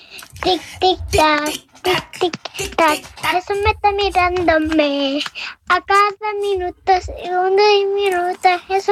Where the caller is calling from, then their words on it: Talcahuano, Biobío, Chile; de Talcahuano.